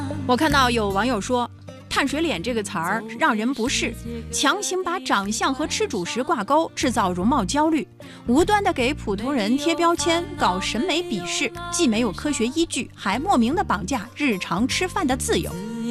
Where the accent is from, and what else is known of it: China